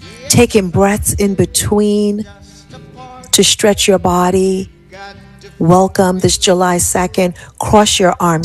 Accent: Jamaica; Yes, I am biased because I am Jamaican, born and bred.

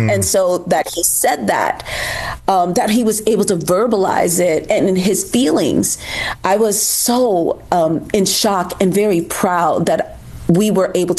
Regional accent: Newark, New Jersey, United States; I grew up in Newark, New Jersey.

